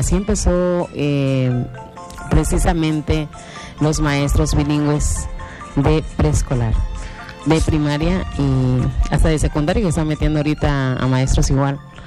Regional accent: Tecoluta, Tabasco, Mexico; first language Yokot'an (Chontal Maya); Spanish is a second language; en nuestras comunidades, por ejemplo, el poblado Tecoluta de segunda sección, pues desde chiquito nos enseñan, allá no se habla el español. Ya el español lo fuimos aprendiendo en la escuela.

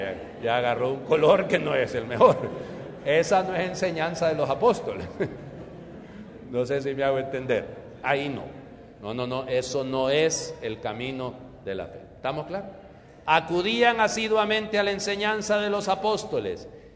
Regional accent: Honduras; Pues yo soy hondureño.

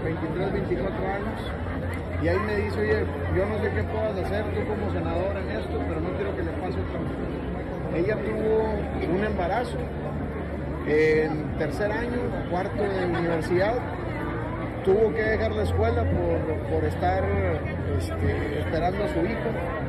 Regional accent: Villa Unión, Coahuila, Mexico; born there; como pasó en mi pueblo en Villa Unión en 2019

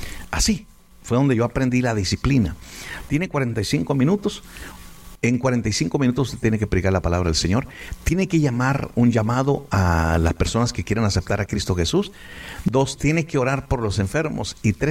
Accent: Ciudad Juárez, Chihuahua, Mexico; Pero como soy mexicano, no me rajo. O sea, claro, los mexicanos ahí vamos a estar. ¡Viva México!

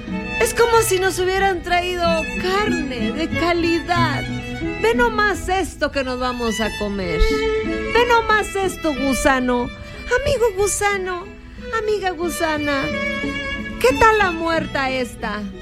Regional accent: Comarca Lagunera, Mexico; porque soy de la Laguna, porque amo traer esa playera verde con blanco que me identifica, que es parte de mi historia, es parte de mí

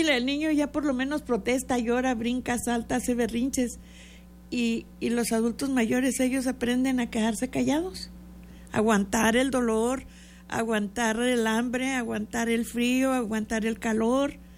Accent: Mexico

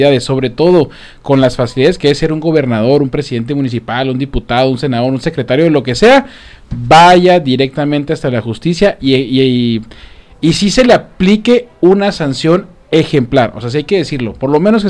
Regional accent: Mexico; reconocer nosotros como ciudadanos mexicanos

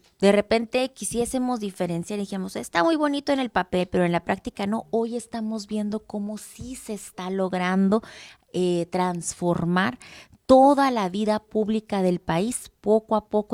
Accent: Ciudad Juárez, Chihuahua, Mexico; yo soy de aquí de Juárez

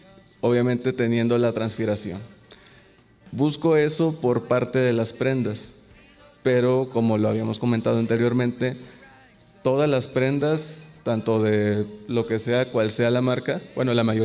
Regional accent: Poza Rica, Veracruz, Mexico

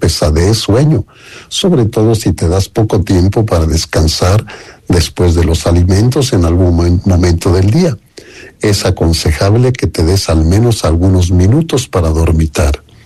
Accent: Valle de Santiago, Guanajuato, Mexico; also born or lived in Morelia, Michoacán; now in San Cristóbal de las Casas, Mexico; mi pueblo natal, Valle de Santiago, o también tener algún lugar en Morelia, Michoacán, donde me formé y ejercí algunos años el ministerio presbiteral.

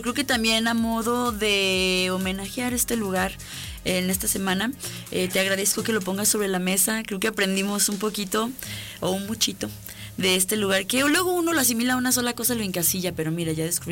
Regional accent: Mexico

